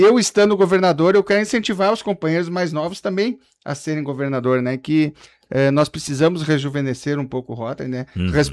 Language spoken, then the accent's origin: Portuguese; Treze de Maio, Rio Grande do Sul, Brazil; moved away as an adult; Então, nasci em 13 de maio, me criei em 13 de maio. Por um período estive fora